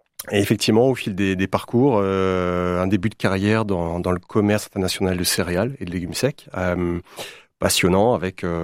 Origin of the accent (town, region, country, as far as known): Brittany, France; born or raised there